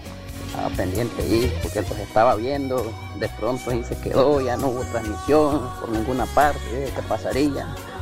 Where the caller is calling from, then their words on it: La Cruz de Río Grande, South Caribbean Coast Autonomous Region, Nicaragua; somos del municipio de La Cruz de Río Grande, pero 100% mineros